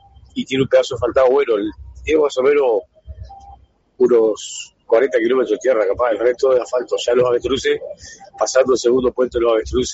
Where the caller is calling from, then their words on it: Treinta y Tres, Uruguay; camionero, del 33.